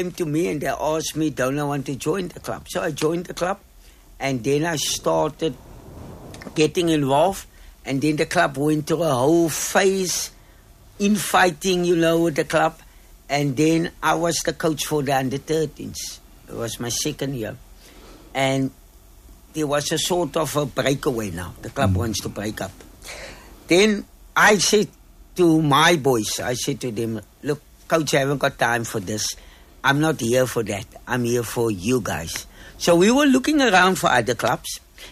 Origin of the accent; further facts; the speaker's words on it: Atlantis, Western Cape, South Africa; I grew up in Atlantis.